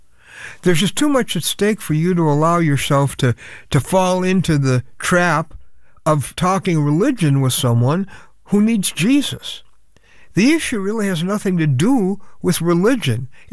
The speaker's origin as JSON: {"language": "English", "town": "Chicago", "region": "Illinois", "country": "United States", "tie": "born or raised there", "said": "Our friends Marv and Annie were with us at a convention in Chicago. They're from Denver. I was in my hometown."}